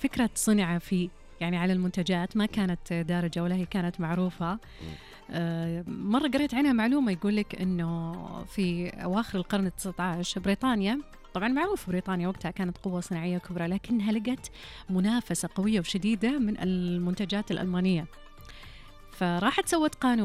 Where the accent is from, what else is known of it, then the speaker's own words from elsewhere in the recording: Saudi Arabia; وأنا أعتز كوني سعودية، وأعتز أن أنا من أبناء هالبلد المعطاء الكريم